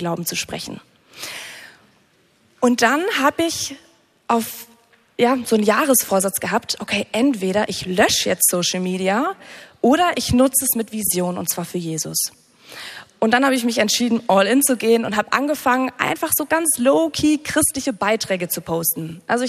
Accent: North Rhine-Westphalia, Germany; Okay, ich merke schon, wir sind ja gerade in Bayern. Eigentlich komme ich aber aus NRW.

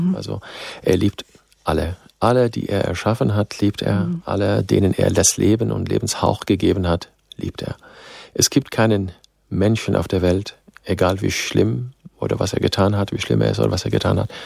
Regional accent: Syria; German is a second language; now in Germany; ich bin in Syrien geboren, aufgewachsen, ich habe armenische Vorfahren, also ich habe den Zugang zur arabischen Welt, zur islamischen Welt, zur armenischen Welt, bin nach Deutschland gekommen.

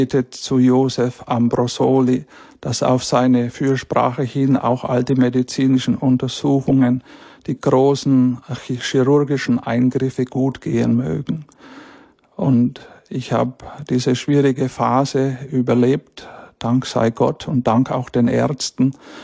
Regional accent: Pottenstein, Bavaria, Germany; moved away; Ich stamme gebürtig aus dem Erzbistum Bamberg, aus der Gemeinde Pottenstein in der Fränkischen Schweiz, eine auch sehr schöne Gegend aus einem kleinen Ort. Und in diesem kleinen Ort bin ich aufgewachsen

